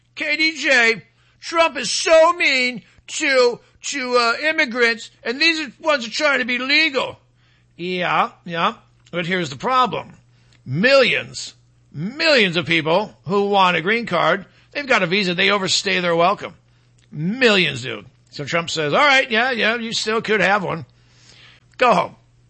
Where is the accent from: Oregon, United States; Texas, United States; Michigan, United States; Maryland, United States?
Michigan, United States; moved away; my home state of Michigan.